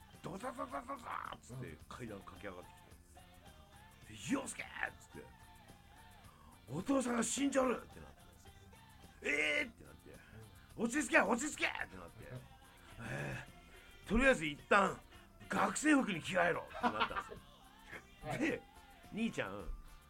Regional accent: Oita, Japan; born or raised there; accent: Oita dialect

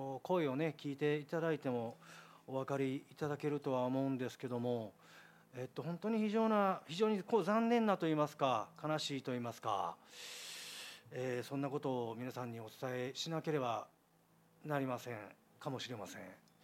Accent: Higashiosaka, Osaka, Japan; 本当に幼少の頃からね、まあ、私この東大阪で生まれ育ちまして、でまあね、狭小住宅でね、まあ、暮らしてたもんで、

